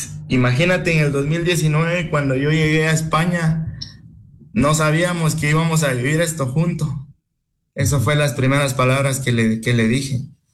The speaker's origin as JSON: {"language": "Spanish", "country": "Guatemala", "said": "porque sabemos muy bien de que somos guatemaltecos y tenemos esa obligación de representar bien a nuestro país en donde estamos."}